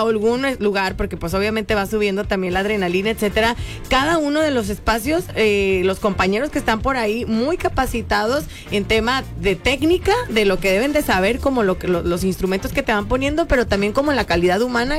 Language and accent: Spanish; Los Cabos, Baja California Sur, Mexico; Te dicen, ¿de dónde eres? Ah, pues soy de Los Cabos.